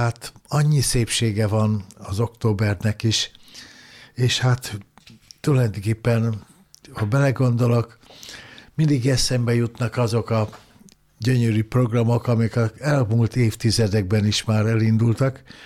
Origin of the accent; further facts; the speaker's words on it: Hungary; itt vannak a gyerekeim, az unokáim, és itt éltem el az egész életemet, itt a Duna mellett